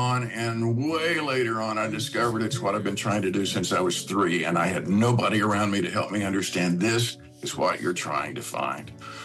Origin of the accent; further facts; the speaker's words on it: Waco, Texas, United States; now in California, United States; Once I moved to California, I began doing things that I was never capable of even finding when I was in growing up in Waco.